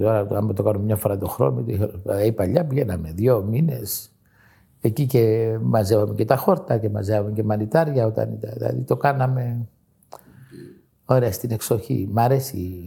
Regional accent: Greece; εμείς σαν Έλληνες

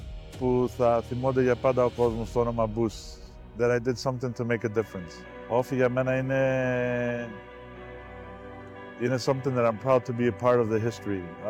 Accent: Greece; Που δεν είμαι από την Κρήτη, είμαι ένας περήφανος Έλληνας.

